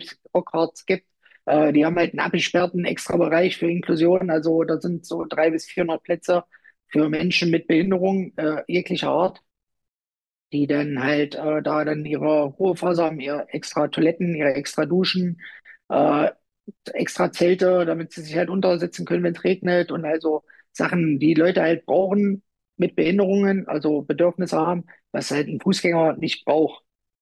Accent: Rübeland, Saxony-Anhalt, Germany; so bin ich halt aufgewachsen hier oben bei uns im Harz, in Rübeland. Das war immer so das kleine Zeckendorf, das Galgendorf.

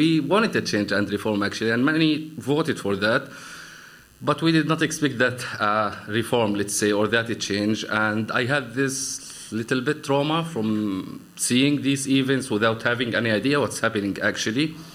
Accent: Gaza City, Gaza Strip, Palestine; I was born in Arimal neighborhood, which is in the heart of Gaza City. You have the Gaza Strip and you have the Gaza City, which is in the middle. And as everyone else, I was just born there.

